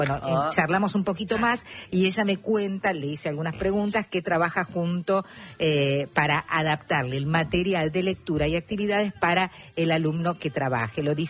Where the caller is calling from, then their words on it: Ingeniero Maschwitz, Buenos Aires Province, Argentina; de Ingenieros Maswich.